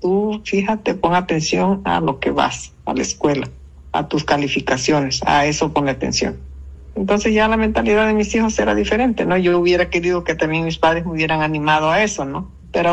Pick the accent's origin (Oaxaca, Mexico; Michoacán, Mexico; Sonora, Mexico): Oaxaca, Mexico; Pinotepa Nacional; yo estudié en la ciudad de Pinotepa, yo vivo en el Cerro, no me casé para acá, pero yo de niña estudié ahí en Pino.